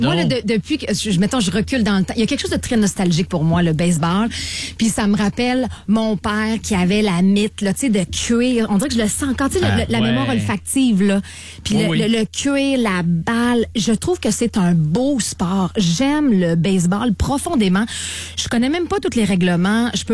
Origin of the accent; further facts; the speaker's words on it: Quebec City, Quebec, Canada; C'est à côté de chez moi, d'où est-ce que je viens, de Limoilou.